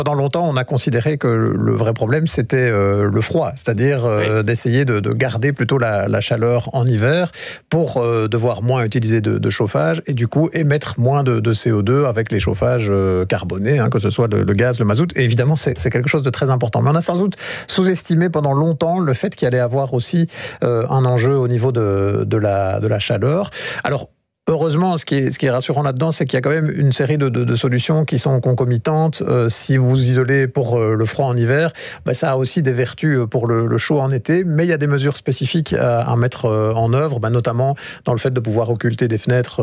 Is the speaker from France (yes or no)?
no; Belgium; en tant que Belge